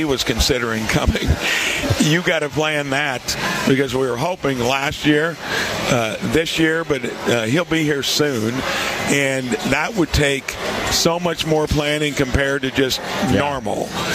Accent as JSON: {"language": "English", "town": "Jasper", "region": "Indiana", "country": "United States", "tie": "born or raised there", "said": "one of my buddies from my hometown of Jasper."}